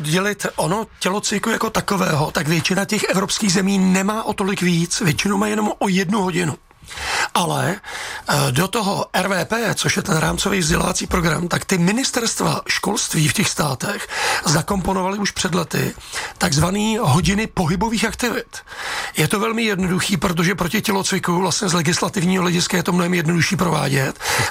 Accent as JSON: {"language": "Czech", "town": "Příbram", "region": "Central Bohemian Region", "country": "Czechia", "said": "já jsem Příbramák, jsem z Brd"}